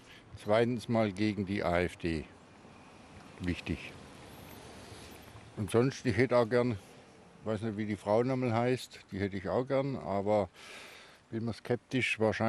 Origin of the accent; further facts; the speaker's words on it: Stuttgart, Baden-Württemberg, Germany; Ja, ich bin noch nicht so lange hier. Ich komme aus Stuttgart